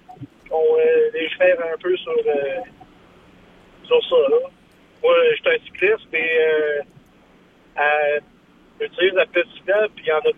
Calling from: Quebec City, Quebec, Canada; Ouais, j'habite à Québec.

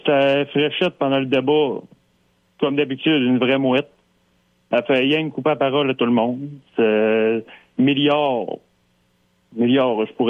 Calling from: Charlevoix, Quebec, Canada; Moi, je viens de Charlevoix, OK?

